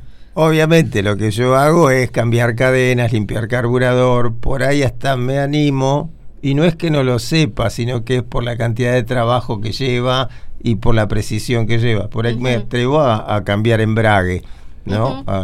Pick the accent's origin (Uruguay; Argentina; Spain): Argentina; Buenos Aires; born there; No, es en Parque Patricio.